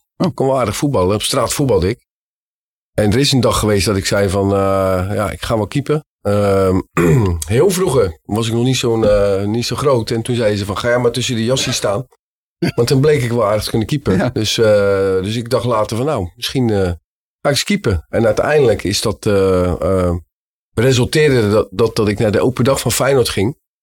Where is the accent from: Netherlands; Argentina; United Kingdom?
Netherlands; Vlaardingen, South Holland; accent: Rotterdam; Ja, Rotterdamse tongval, ja.